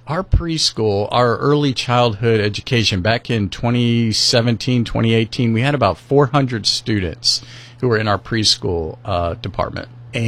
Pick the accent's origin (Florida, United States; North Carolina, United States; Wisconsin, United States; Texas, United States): Florida, United States; Fort Myers; also born or lived in Baltimore / Orlando; So I grew up my early ages up through 13 years old in Fort Myers, South Florida.